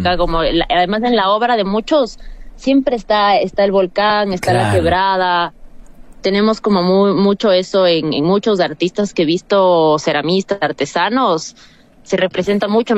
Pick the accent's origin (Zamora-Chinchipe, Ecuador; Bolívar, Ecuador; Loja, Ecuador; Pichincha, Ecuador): Pichincha, Ecuador; Quito; born there; lo que es de acá de Quito, o sea, lo que me representa como persona que nació aquí.